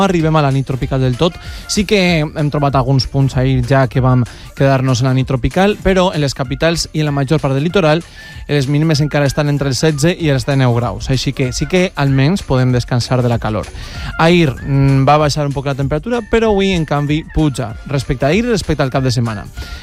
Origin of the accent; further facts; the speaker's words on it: Casas Bajas, Valencian Community, Spain; Al Racó de Mus, a Ademuz, al meu poble, a Casas Bajas, als Ports